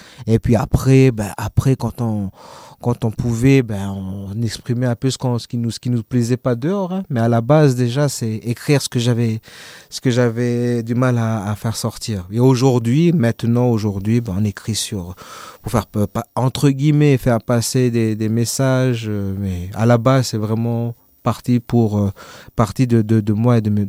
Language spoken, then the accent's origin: French; Lifou, Loyalty Islands Province, New Caledonia; moi j'ai grandi à l'Ifou, je parle pas le l'Ifou